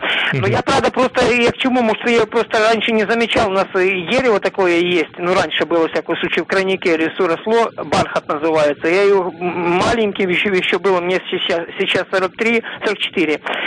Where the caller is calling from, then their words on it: Kyiv, Ukraine; я из Киева.